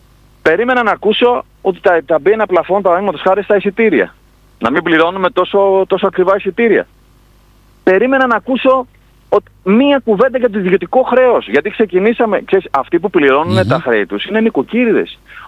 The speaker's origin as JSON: {"language": "Greek", "town": "Rhodes", "region": "South Aegean", "country": "Greece", "said": "σαν Ροδίτης"}